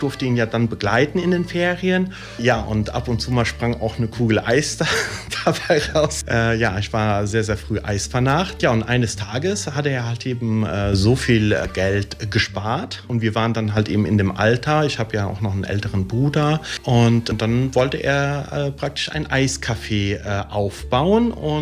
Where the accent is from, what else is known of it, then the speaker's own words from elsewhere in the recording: Rhineland-Palatinate, Germany; Also ich komme aus Kampanien, in der Nähe von Neapel. Da ist meine Ursprungsheimat, aber ich bin im Westerwald aufgewachsen. Deswegen habe ich keinen allgäuerischen Dialekt oder Slang.